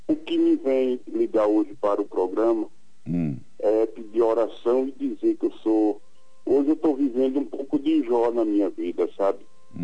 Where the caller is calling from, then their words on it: Arapiraca, Alagoas, Brazil; Eu falo de Arapiraca, Alagoas.